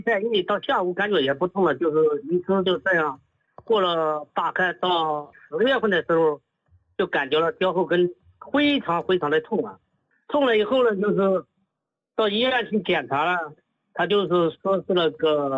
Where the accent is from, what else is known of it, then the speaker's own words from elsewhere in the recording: Henan, China; now in Shaoxing, China; 我是人是河南的，但是在绍兴这边已经待了10多年了。